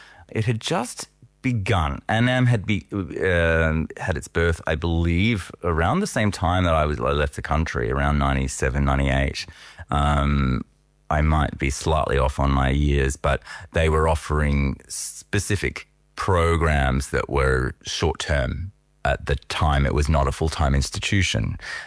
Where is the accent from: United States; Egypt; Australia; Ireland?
Australia